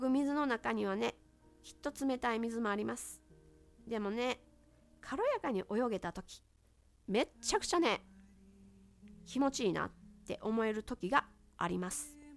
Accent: Mie, Japan; 三重県の出身なので

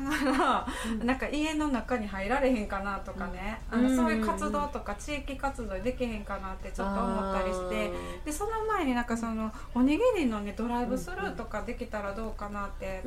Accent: Izumiotsu, Osaka, Japan; 私の地元はあの泉大津市っていう

